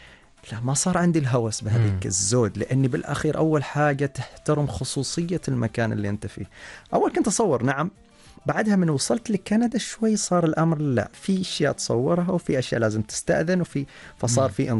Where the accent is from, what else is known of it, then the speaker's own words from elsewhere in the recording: Oman; أنا من سلطنة عمان.